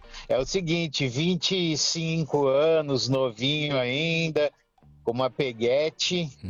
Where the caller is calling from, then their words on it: Santo André, São Paulo, Brazil; falo de Santo André.